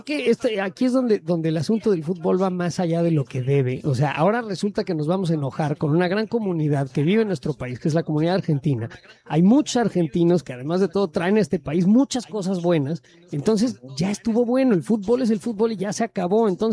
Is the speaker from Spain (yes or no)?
no; Mexico; now in United States; como ser mexicano en Estados Unidos. Y todos los mexicanos están aquí legalmente y todos los mexicanos trabajan en la cocina.